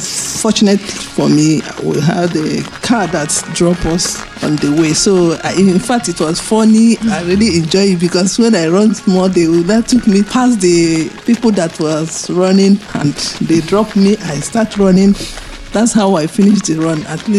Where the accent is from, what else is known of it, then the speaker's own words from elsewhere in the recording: Nigeria; from Nigeria.